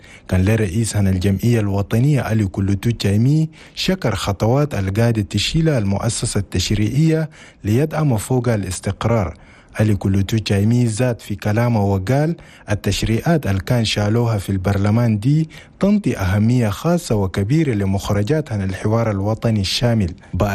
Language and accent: Arabic; Chad